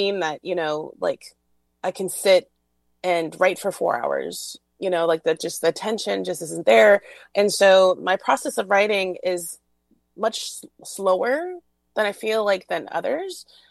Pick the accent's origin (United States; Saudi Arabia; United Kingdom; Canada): Canada; I'm Asian. So rice, it made sense. I'm Vietnamese Canadian.